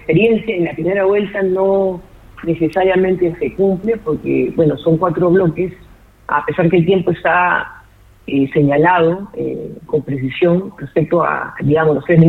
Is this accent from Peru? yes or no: yes; Peru